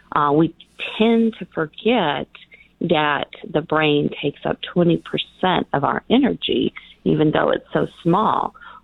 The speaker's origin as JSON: {"language": "English", "region": "Texas", "country": "United States", "also_born_or_lived": "New Mexico", "said": "I was from Texas and New Mexico, and I remember my parents, there was an ice block store"}